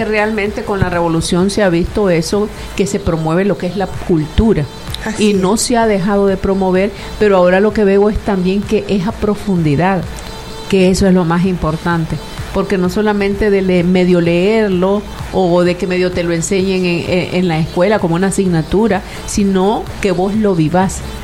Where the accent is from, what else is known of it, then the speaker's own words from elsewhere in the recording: Nicaragua; Es un orgullo sentirse nicaragüense